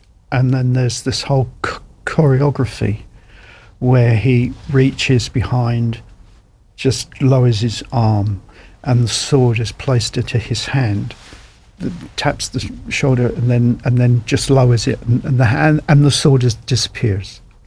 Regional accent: Ireland; It's set in Ireland. And then I'm walking around talking to myself. And I'm Irish, you know.

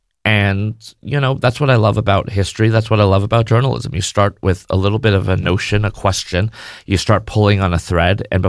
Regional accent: Toronto, Ontario, Canada; also born or lived in United States; I'm ethnically Chinese, but growing up in Toronto, you're going to meet Koreans.

